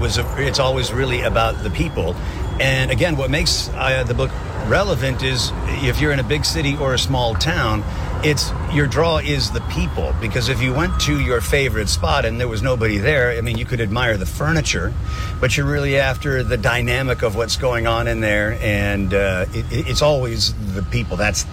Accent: Boston, Massachusetts, United States; That's right. I mean, I am from Boston

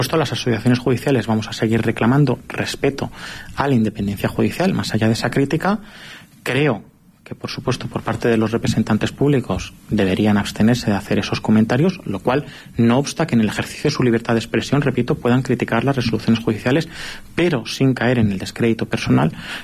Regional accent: Madrid, Community of Madrid, Spain; now in Calatayud, Spain; que por mucho que yo esté alejado de, digamos, la capital, yo soy de Madrid

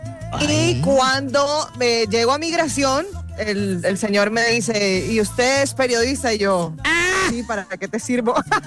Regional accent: Caribbean Region, Colombia; yo que soy costeña.

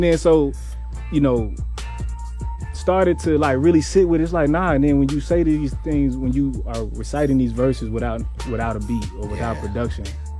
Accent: Little Rock, Arkansas, United States; I'm from Southwest, man. Born and raised Southwest Little Rock, man.

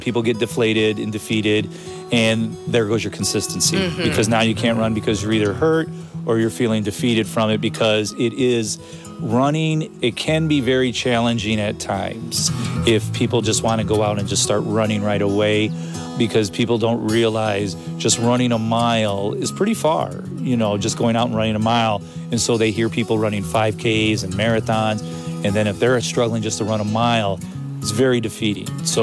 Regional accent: Spencer, Ohio, United States; Yeah, I grew up south in Spencer.

